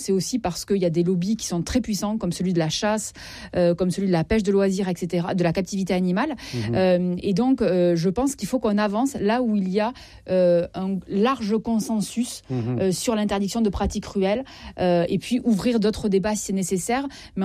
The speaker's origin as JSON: {"language": "French", "region": "Southwest France", "country": "France", "said": "Alors, attendez, d'accord. Je suis du Sud-Ouest."}